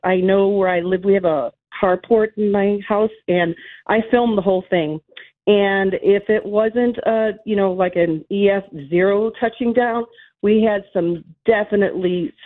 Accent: Chicago, Illinois, United States; now in Lombard, United States; So, okay, this is, I grew up in Logan Square.

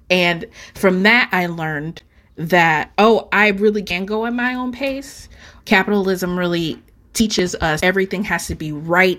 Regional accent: Detroit, Michigan, United States; moved away as an adult; now in Chicago, United States; I'm originally from Detroit and graduated 2004 and then moved out here in 2005.

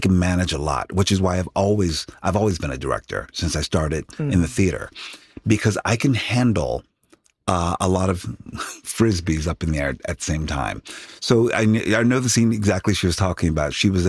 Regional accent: Philadelphia, Pennsylvania, United States; inner city West Philadelphia, where a lot of blue collar folks. I was the first in my family to go to college

